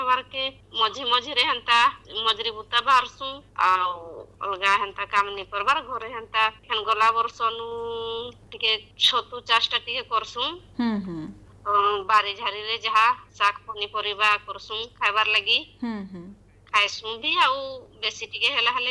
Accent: Line, Odisha, India; ଆମର ଗାଁ ନାଁ ହଉଛେ ଲାଇନ ଆଉ ବ୍ଲକଟା ହେଲା ରାଜଗାମପୁର।

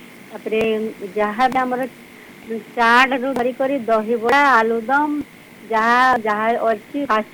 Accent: Odisha, India; ହଁ ପାଖଟା ବରଗଡ଼ ପାଖ ଆଉ 8-9 କିଲୋମିଟର ଆମ ଗାଁରୁ

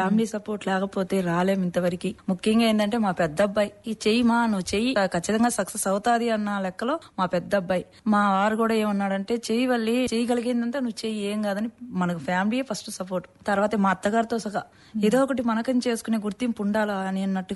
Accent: Nellore district, Andhra Pradesh, India; మా ఊరు వచ్చి రేగడిజలిగా నెల్లూరు డిస్టిక్.

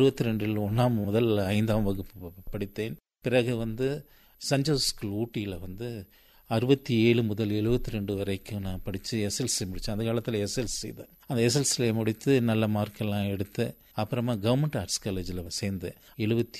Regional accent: Lovedale, Tamil Nadu, India; உலக பிரசித்தி பெற்ற ஸ்கூல் அது. அப்பேற்பட்ட இடத்திலே நான் பிறந்து வளர்ந்து

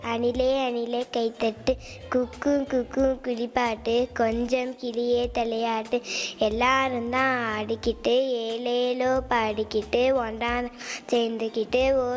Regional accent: Namakkal, Tamil Nadu, India; Namakkal.

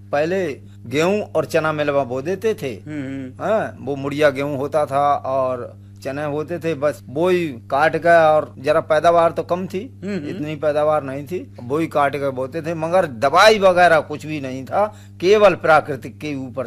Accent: Nusratganj, Uttar Pradesh, India; हमारे गांव का नाम है नुसरतगंज

